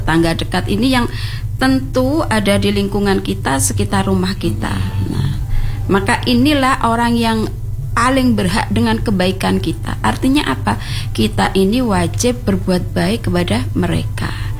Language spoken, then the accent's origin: Indonesian; Indonesia; Kita orang Indonesia, suku apapun, ya, agama apapun